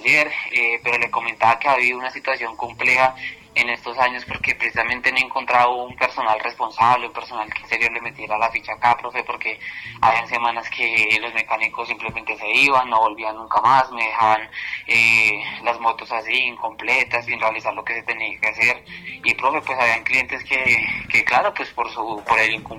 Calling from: Copacabana, Antioquia, Colombia; Lo llamo por acá desde Copacabana, paciente suyo de Medellín.

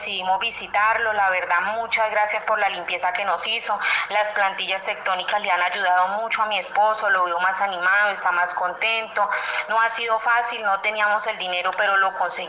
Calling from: Cocorná, Antioquia, Colombia; Desde acá, desde Cocorná, Antioquia

